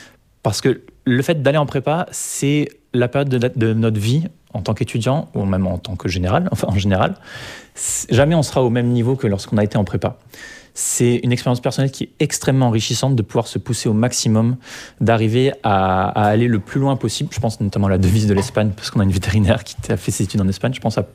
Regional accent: New Caledonia; moved away as an adult; now in France; quand on est un Calédonien qui va en métropole

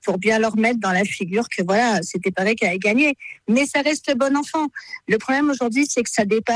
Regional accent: Paris, Île-de-France, France; moved away as an adult; now in Fréjus, France; moi qui ai vécu toute ma vie à Paris, en fait, je suis née là-bas.

